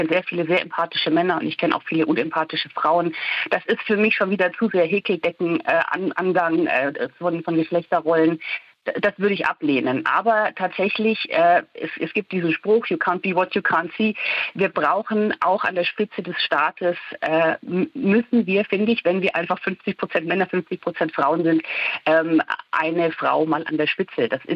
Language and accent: German; Bavaria, Germany; moved away; Ich bin ja aus Bayern ursprünglich mal